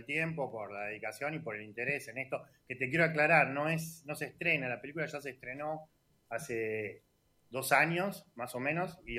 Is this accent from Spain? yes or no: no; Argentina; No, yo soy de Buenos Aires